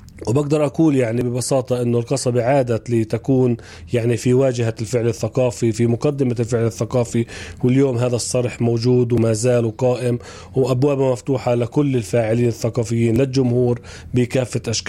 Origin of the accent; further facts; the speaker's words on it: Palestine; إحنا كفلسطينيين